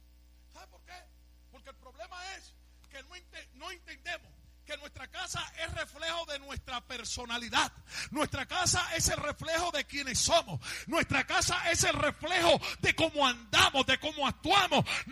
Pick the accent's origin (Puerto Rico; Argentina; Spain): Puerto Rico; Yo soy puertorriqueño